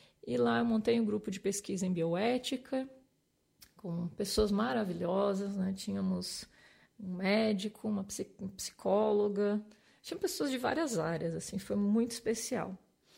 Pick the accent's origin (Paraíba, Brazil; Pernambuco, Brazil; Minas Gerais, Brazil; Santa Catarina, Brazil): Santa Catarina, Brazil; born there; voltei para a Federal de Santa Catarina, voltei para minha terra.